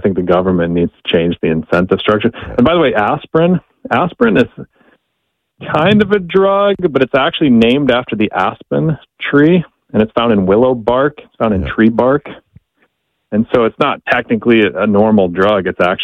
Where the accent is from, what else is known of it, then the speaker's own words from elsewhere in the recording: Minnesota, United States; because in Minnesota, they don't farm a lot of wheat. I grew up in Minnesota.